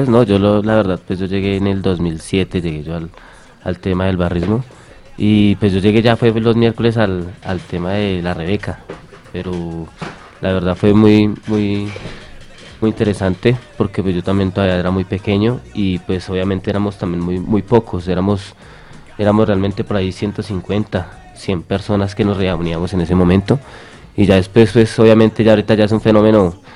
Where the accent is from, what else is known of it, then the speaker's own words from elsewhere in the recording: Bogotá, Colombia; born there; Viví en el barrio Sierra Morena